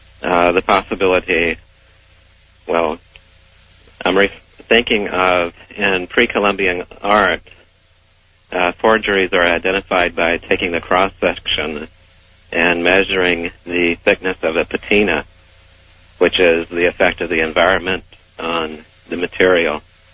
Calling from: Vallejo, California, United States; I'm calling from Vallejo.

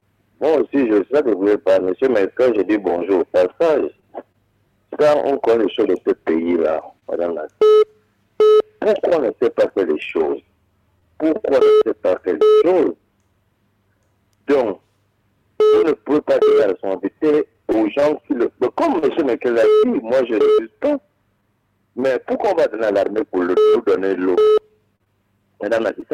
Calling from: Gabon; je suis au Gabon. Aujourd'hui, j'ai 55 ans, je suis au Gabon.

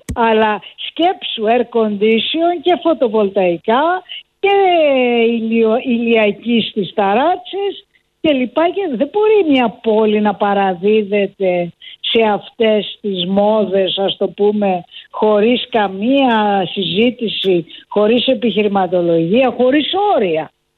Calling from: Athens, Attica, Greece; είμαστε από τις Αθηναίες που αγαπάμε την Αθήνα, το κέντρο της, γι' αυτό δεν το έχουμε εγκαταλείψει

